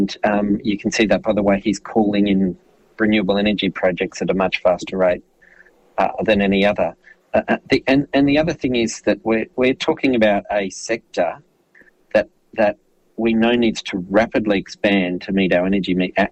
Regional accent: Brisbane, Queensland, Australia; I grew up in Brisbane

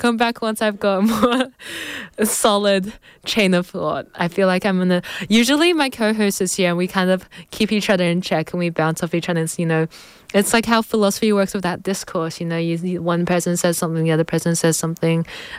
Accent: Canberra, Australian Capital Territory, Australia; I grew up in Canberra, so I got the whole Canberra school system

